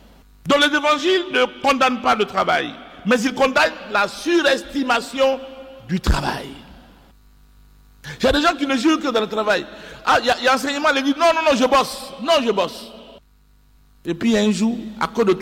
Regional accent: Côte d’Ivoire; Chez nous, en Côte d'Ivoire, c'est ça, on dit, faut pas rire dans la bouche de celui qui grille arachide, c'est ça que ça veut dire.

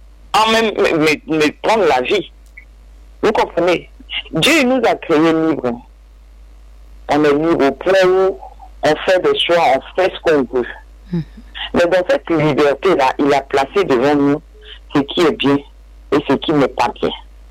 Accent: Côte d’Ivoire; chez nous en Côte d'Ivoire

